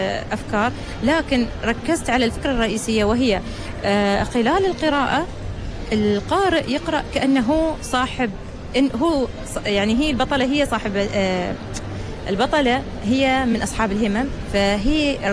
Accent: United Arab Emirates; أنا كوني إماراتية

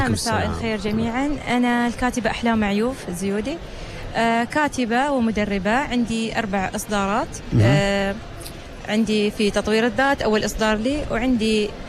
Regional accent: United Arab Emirates; أنا كوني إماراتية

